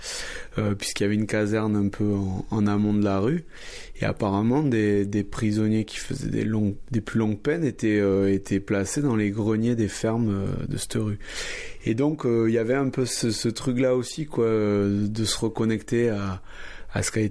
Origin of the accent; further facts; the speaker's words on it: Toulouse, Occitanie, France; Moi, je suis né à Toulouse, j'ai toujours grandi à Toulouse, j'ai vécu à Toulouse